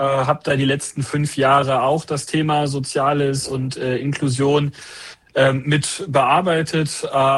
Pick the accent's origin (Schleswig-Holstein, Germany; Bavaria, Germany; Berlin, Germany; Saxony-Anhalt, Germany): Saxony-Anhalt, Germany; Halle; Bin selber aus Halle.